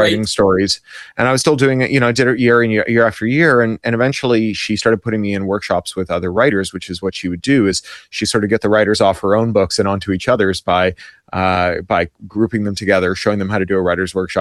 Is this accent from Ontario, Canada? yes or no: yes; Toronto, Ontario, Canada; I'm Canadian. And I grew up in Toronto.